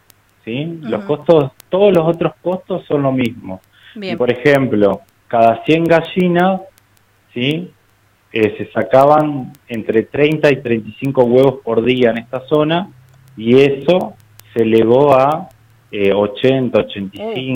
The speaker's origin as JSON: {"language": "Spanish", "town": "Río Turbio", "region": "Santa Cruz", "country": "Argentina", "said": "Soy de Río Turbio, sí, bueno, de la Agencia de Extensión Rural INTA Río Turbio."}